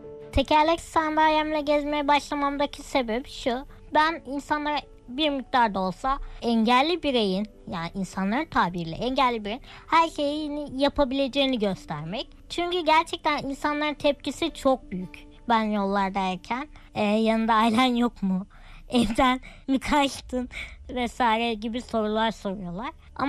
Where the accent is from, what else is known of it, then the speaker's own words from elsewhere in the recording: Istanbul, Turkey; born there; 1996 yılında İstanbul'da doğdum.